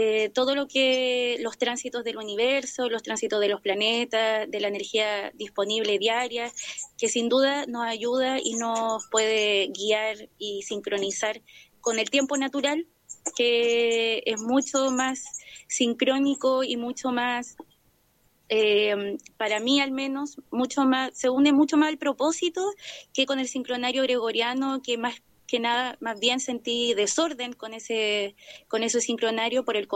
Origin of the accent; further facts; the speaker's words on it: Concepción, Biobío, Chile; moved away as an adult; now in Arica, Chile; Actualmente estoy en Arica, soy de Concepción, pero viajé hacia Arica, hacia el norte de Chile, para estudiar el tumbe